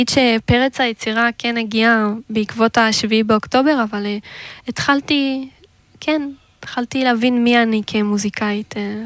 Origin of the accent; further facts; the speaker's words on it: Tel Aviv, Tel Aviv District, Israel; אני נולדתי וגדלתי בתל אביב.